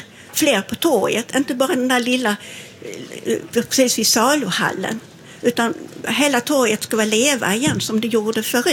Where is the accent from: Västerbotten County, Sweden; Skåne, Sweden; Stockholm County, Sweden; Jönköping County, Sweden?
Skåne, Sweden; Lund; Jag har ju bott i Lund i hela mitt liv. Jag är född här, uppvuxen här.